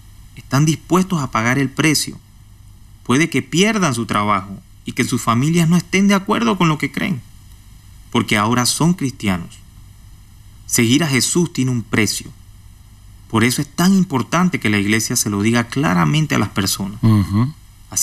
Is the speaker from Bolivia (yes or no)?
no; China; nosotros que somos creyentes chinos